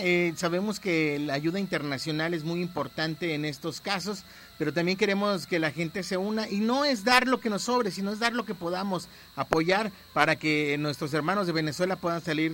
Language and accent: Spanish; Mexico; nosotros como mexicanos hemos sufrido muchos temblores, muchos sismos que han devastado, especialmente aquí en Colima